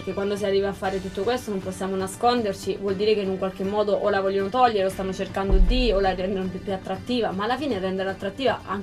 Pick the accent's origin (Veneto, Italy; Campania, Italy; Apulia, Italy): Apulia, Italy; Mottola; Mottola, provincia di Taranto.